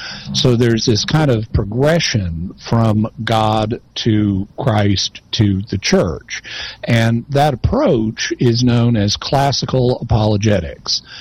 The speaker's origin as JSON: {"language": "English", "region": "Arkansas", "country": "United States", "said": "I'm from Arkansas"}